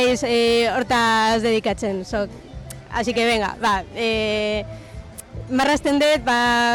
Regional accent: Irun, Basque Country, Spain; Ba, irundarra naiz. Margolaria, ez dakit artista, baina bai, marrazten dut.

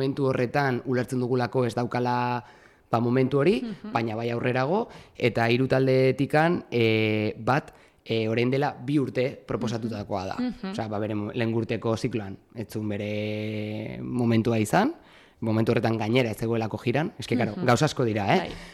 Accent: Irun, Basque Country, Spain; baina Irundarra naiz

